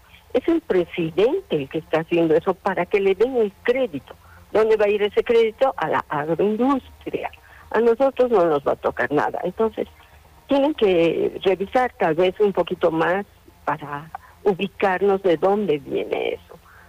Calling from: Sopocachi, La Paz, Bolivia; Buenas tardes, don Eddie. … de Sopocachi.

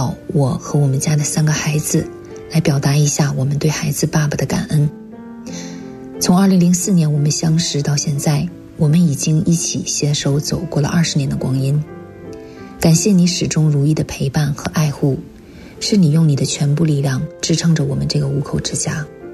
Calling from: Dallas, Texas, United States; 我是来自美国德州达拉斯的一间华人教会。

